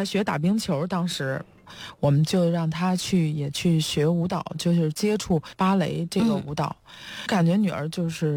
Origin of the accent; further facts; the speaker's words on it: China; 我们都是从国内长大受国内教育一直以来哈